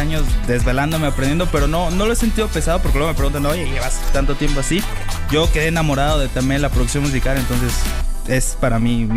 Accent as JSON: {"language": "Spanish", "region": "Veracruz", "country": "Mexico", "lives_now": "Spain", "said": "soy originario de Veracruz y hago música, soy DJ"}